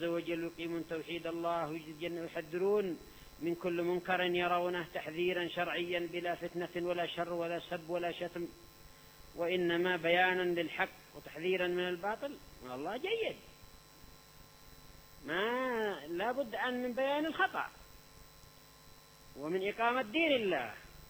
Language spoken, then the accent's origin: Arabic; Yemen